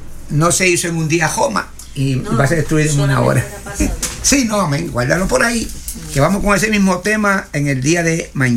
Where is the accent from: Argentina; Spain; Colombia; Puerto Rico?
Puerto Rico; now in United States; Cuando yo vine de Puerto Rico para Estados Unidos, que no vine porque me dio la gana de venir, porque Dios me trajo.